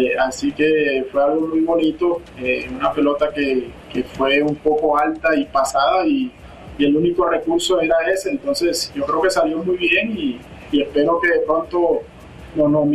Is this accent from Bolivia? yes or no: no; Colombia; seguir dejando el nombre de Colombia, de mi familia y de mi pueblo en alto.